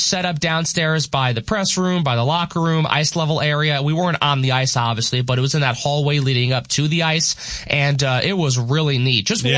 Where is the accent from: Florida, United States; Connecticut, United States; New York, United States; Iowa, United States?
New York, United States; also born or lived in New Jersey; growing up in New York, growing up, you know, spending time going to the city